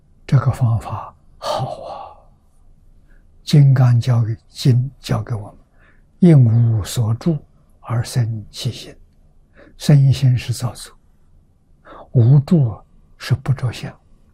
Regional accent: China; 我们中国人讲妄心、杂念、妄想

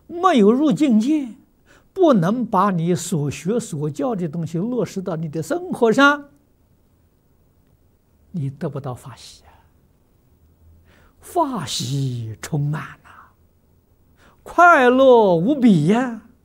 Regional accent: China

